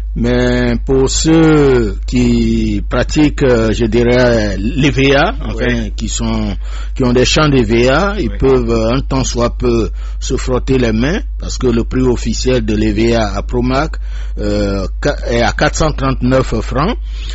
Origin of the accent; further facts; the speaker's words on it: Côte d’Ivoire; parce que nous sommes tous paysans, je viens de Grand Lépé